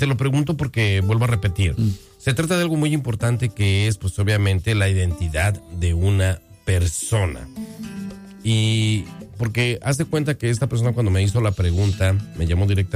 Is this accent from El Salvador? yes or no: no; Mexico; al igual que nosotros como mexicanos